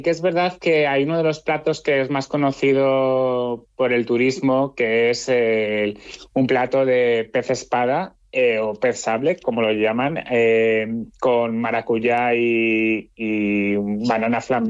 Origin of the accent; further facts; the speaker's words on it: Spain; yo, como siendo español, me encanta España y adoro España